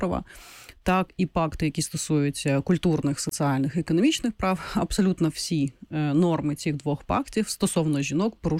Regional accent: Yalta, Crimea, Ukraine; тому що я сама з Криму, з Ялти

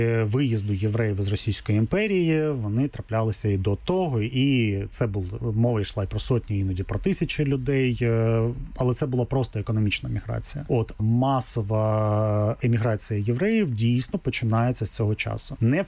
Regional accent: Kryvyi Rih, Dnipropetrovsk Oblast, Ukraine; я сам з Кривого Рогу, так, і містечко Кривий Ріг на той час ще не місто, в ньому був досить великим, не більшість населення, але досить великий відсоток євреїв.

